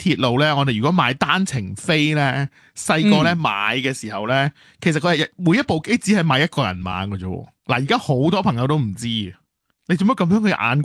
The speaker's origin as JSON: {"language": "Cantonese", "country": "Hong Kong", "said": "我哋香港人"}